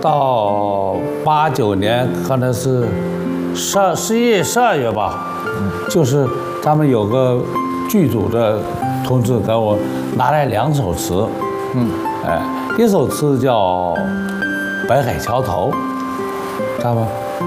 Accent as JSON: {"language": "Chinese", "region": "Shanxi", "country": "China", "moved": "as an adult", "lives_now": "Beijing, China", "said": "我是个山西人啊，就是当兵的出身啊，在当兵当了十多年兵嘛。66年随部队调到北京来，北京卫戍区啊。79年正式转业的"}